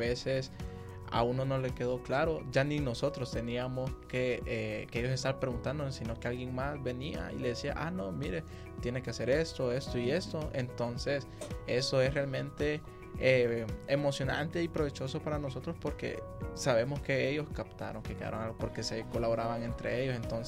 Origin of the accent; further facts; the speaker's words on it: Honduras; como hondureño en el exterior.